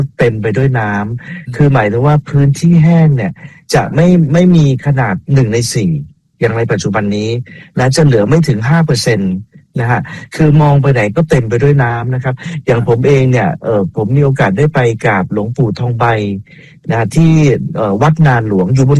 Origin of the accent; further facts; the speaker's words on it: Bangkok, Thailand; เราเป็นคนกรุงเทพ